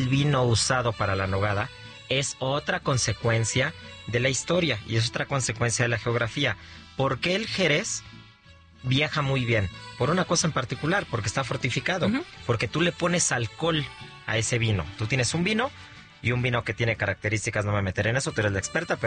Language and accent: Spanish; Mexico; celebrar que somos mexicanos